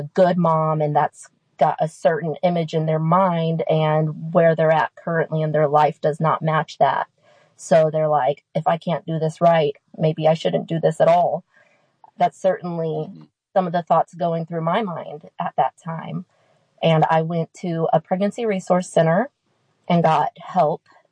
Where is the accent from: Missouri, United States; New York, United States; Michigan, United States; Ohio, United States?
Missouri, United States; Salem; now in St. James, United States; I'm from Salem, Missouri, originally. Grew up there, moved to Rolla, Missouri as an adult, lived there for about 10 years, and now I am a homeowner in St. James, Missouri with my husband and family.